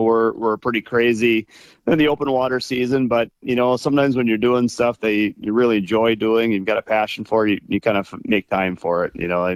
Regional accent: Rochester, United States; moved away as an adult; now in Rainy Lake, United States; I was from Rochester again.

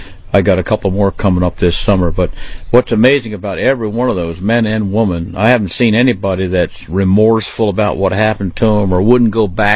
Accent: Maryland, United States; I was born and raised in Maryland, and we lived in an urban area

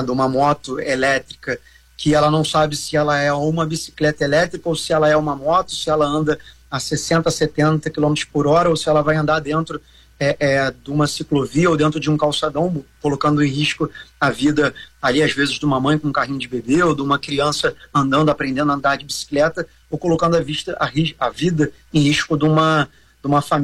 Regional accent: Rio de Janeiro, Brazil; e agora eu falando como carioca

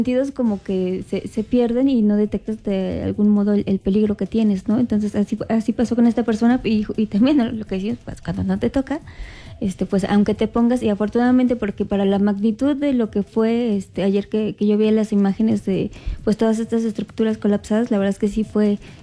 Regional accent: Mexico; como mexicanos también te quejas de todo

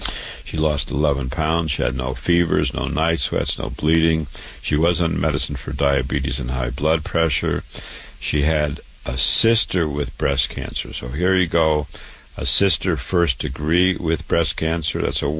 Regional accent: Waterloo, Iowa, United States; I was born and raised in Waterloo, Iowa.

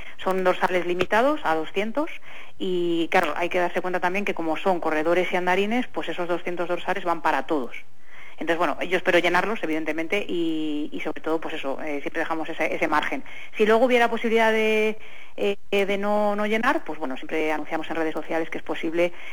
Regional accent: Spain; yo soy de Medina

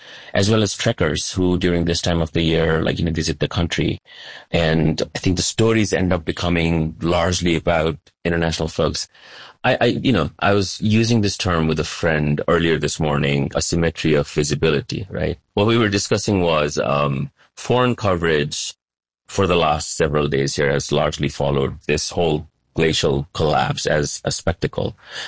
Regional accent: United States; I say this as a Nepali American, I'm an American citizen who was born and raised here.

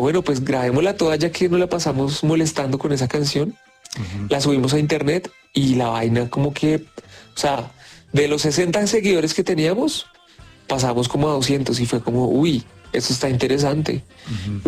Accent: Colombia

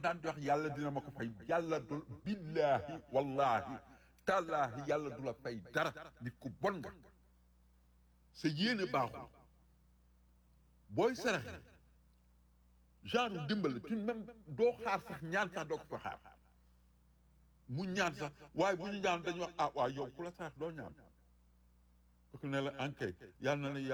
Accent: Senegal; En tant que Sénégalais

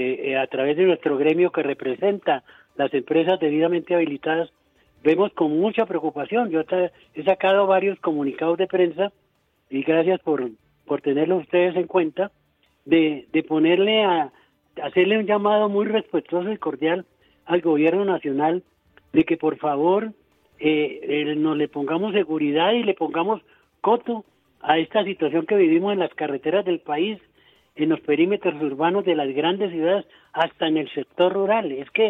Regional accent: Armero, Tolima, Colombia; cuando yo estaba de concejal de la desaparecida Armero, yo soy de Armero, Tolima

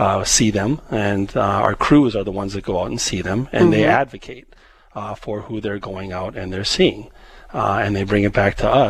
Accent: Arthur, North Dakota, United States; And I'm local. I grew up out in the Arthur area.

